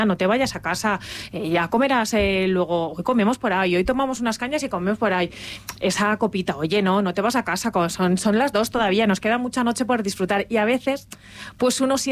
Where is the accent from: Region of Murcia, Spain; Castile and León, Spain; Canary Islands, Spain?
Castile and León, Spain; Arenas de San Pedro; born there; Mi pueblo es Arenas de San Pedro, señores, pues no es de la comarca, pero casi.